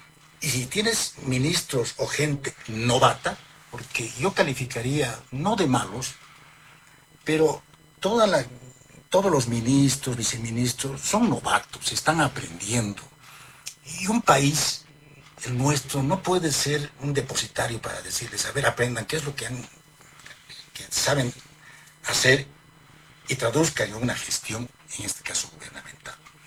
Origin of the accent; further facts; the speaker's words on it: Potosí, Bolivia; en mi tierra de Potosí